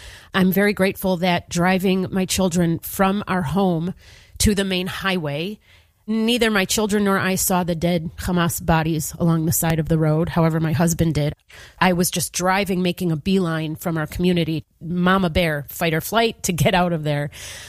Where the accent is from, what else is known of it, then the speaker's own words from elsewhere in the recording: Chicago, Illinois, United States; also born or lived in Ashkelon / Gaza border kibbutz; now in Israel; Growing up in Chicago, we had snow days.